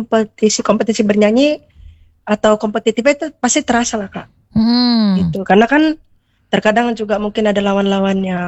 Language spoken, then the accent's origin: Indonesian; Medan, North Sumatra, Indonesia; Aku seorang penyandang tunanetra atau gak bisa melihat, dan aku berasal dari Medan. Untuk saat ini aku sedang berkuliah di salah satu universitas di Medan